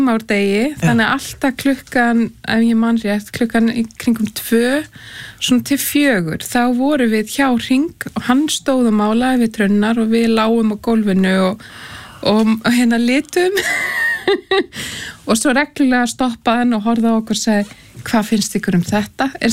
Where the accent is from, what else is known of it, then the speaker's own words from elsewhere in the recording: Hagi, Northeastern Region, Iceland; Herðu, aðdalnum? Já, ég úr Haga í aðdal